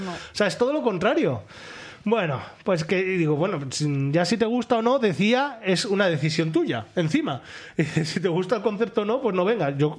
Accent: La Rioja, Spain; en La Rioja, de donde soy yo

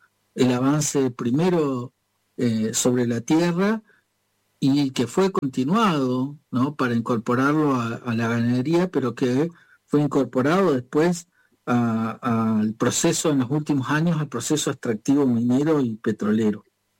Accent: Argentina

